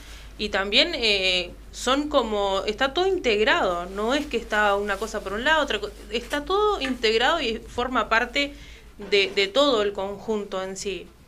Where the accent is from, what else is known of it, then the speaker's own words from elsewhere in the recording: Baltasar Brum, Artigas, Uruguay; Yo soy de Baltasar Brum. Baltasar Brum queda a 45 kilómetros de Bella Unión. En el departamento de Artigas.